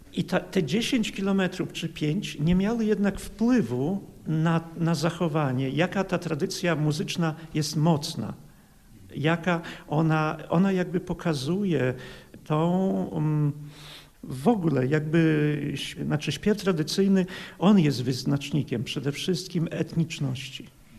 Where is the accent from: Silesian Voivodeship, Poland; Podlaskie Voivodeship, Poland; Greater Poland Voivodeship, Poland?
Podlaskie Voivodeship, Poland; My jako podlascy Białorusini